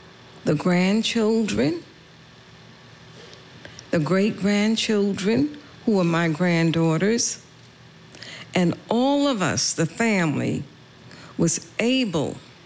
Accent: Savannah, Georgia, United States; born or raised there

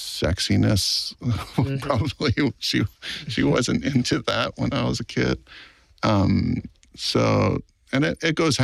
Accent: Hawaii, United States; You know, I always sort of compartmentalized my upbringing and my culture and growing up in Hawaii as sort of a separate thing than my experience as a filmmaker.

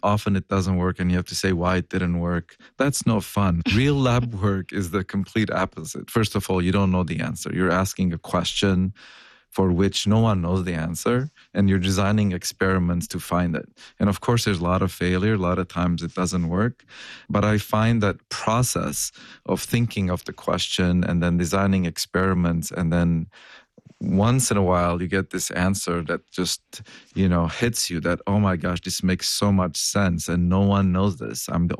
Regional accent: Lebanon; moved away; I'm an immigrant from Lebanon of Armenian origin

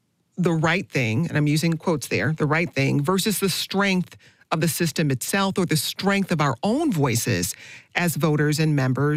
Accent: Michigan, United States; We have Mike on the line from Chelsea, Michigan, my home state.

